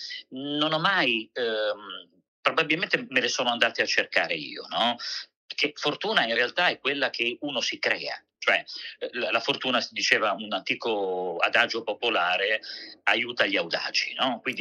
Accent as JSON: {"language": "Italian", "town": "Monfalcone", "region": "Friuli-Venezia Giulia", "country": "Italy", "tie": "born or raised there", "said": "Monfalcone è la mia città natale, sono nato lì"}